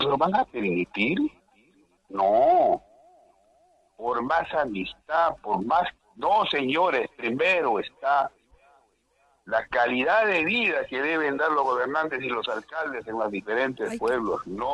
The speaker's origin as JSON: {"language": "Spanish", "country": "Peru"}